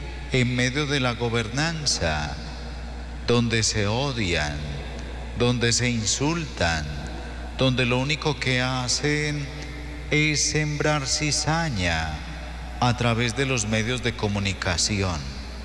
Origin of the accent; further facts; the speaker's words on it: Colombia; nosotros como pueblo colombiano